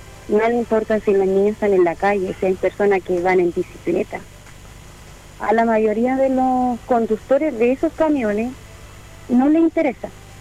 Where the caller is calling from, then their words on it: Coronel, Biobío, Chile; De Yovilo, de la población Granfe